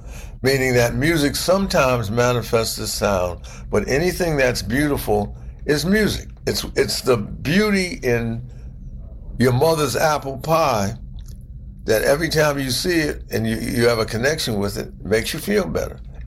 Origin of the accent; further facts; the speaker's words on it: New York, United States; I always say I'm from the South Bronx.